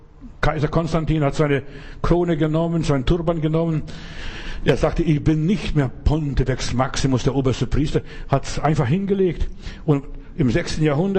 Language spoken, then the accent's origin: German; Bavaria, Germany; ich bin ja in Bayern groß geworden, ich weiß, da war so schön, Kapelle so am Weg irgendwo